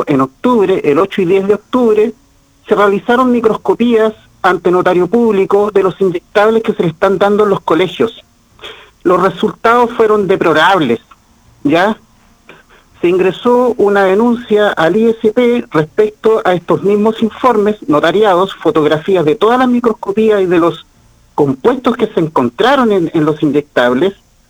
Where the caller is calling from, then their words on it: Concepción, Biobío, Chile; Hablo desde Concepción.